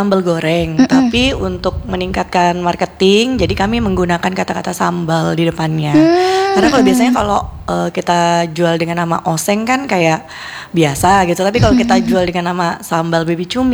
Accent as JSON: {"language": "Indonesian", "region": "Kalimantan", "country": "Indonesia", "said": "Karena saya pikir kan saya orang Kalimantan ya. Suku saya juga Banjar."}